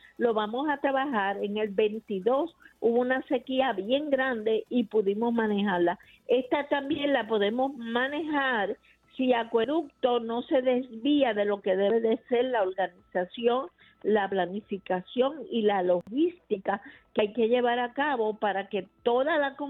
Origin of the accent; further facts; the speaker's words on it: Loíza, Puerto Rico; la historia tan rica que tenemos